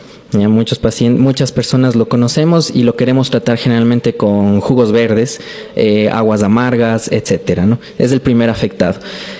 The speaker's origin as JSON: {"language": "Spanish", "country": "Ecuador", "said": "nosotros como cultura ecuatoriana tenemos dos alimentos que nunca faltan en nuestros platos"}